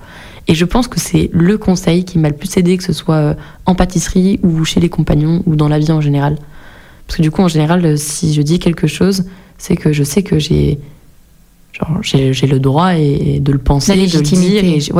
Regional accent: Lyon, Auvergne-Rhône-Alpes, France; born or raised there; moved away

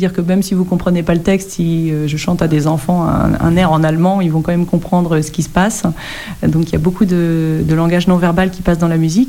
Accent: Normandy, France; moved away as an adult; now in Saint-Astier, France; j'ai grandi dans le Pays d'Auge, donc il y a beaucoup d'élevage de chevaux, beaucoup de haras dans le Pays d'Auge

